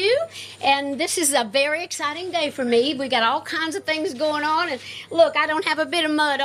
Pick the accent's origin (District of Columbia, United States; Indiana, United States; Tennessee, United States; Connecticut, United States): Tennessee, United States; I grew up in the mud. My daddy was a farmer. I grew up in East Tennessee over in America.